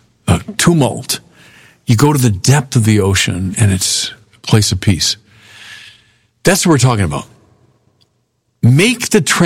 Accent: Chicago, Illinois, United States; I'm from Chicago, like Lake Michigan, which is like inland sea.

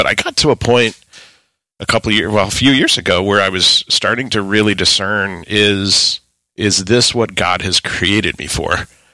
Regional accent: Granite City, Illinois, United States; my hometown, Granite City, which is right across the river from St. Louis in Illinois. So been there pretty much my whole life. I moved away to a couple of other cities for a few years. Granite City is a steel town.

